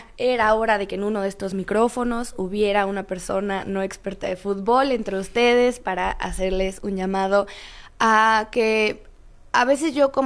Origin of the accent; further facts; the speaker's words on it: Mexico; mi ADN como mexicana